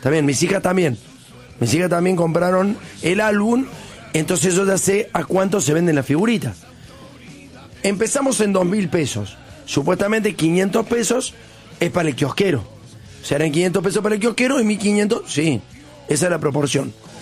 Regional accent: Argentina; Eso, lamentablemente, también somos los argentinos.

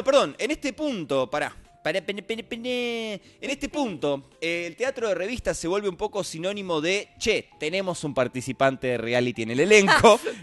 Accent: Argentina; los millennials y los centennials argentinos

